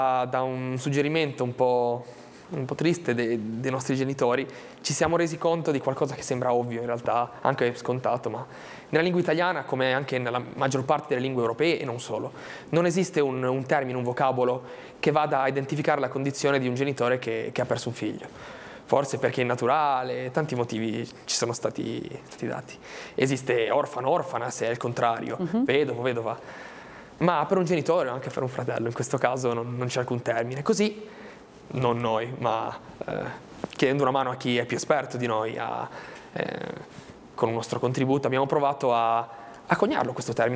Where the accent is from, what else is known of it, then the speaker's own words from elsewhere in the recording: Albenga, Liguria, Italy; E prima il nostro comune di Albenga, noi siamo di Albenga … di Albenga, e subito dopo la Regione Liguria ci hanno dato una mano.